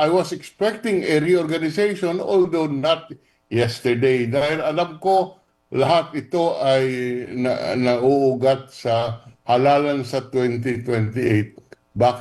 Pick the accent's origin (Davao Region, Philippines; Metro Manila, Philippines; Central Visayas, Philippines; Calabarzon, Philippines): Metro Manila, Philippines; San Juan; Ako po ay taga San Juan.